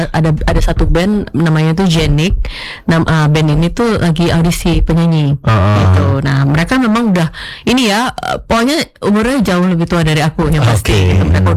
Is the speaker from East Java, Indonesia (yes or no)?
yes; Surabaya, East Java, Indonesia; Jadi dulu kan aku asalnya dari Surabaya, ya. Jadi aku lahir, besar, sekolah di sana ya, di Surabaya.